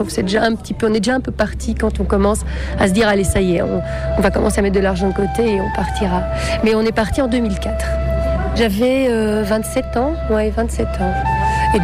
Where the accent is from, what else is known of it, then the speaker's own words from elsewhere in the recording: Belgium; lui espagnol, moi je suis belge.